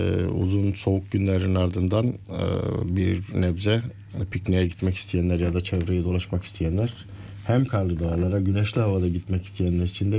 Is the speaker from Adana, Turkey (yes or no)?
yes; Feke, Adana, Turkey; born there; moved away; Bizim köyde Toroslar'da, Feke ilçesi, Kayseri'ye çok yakın. Kayseri ikliminden sürekli etkilenir ve zaman zaman iyi kar da yağar.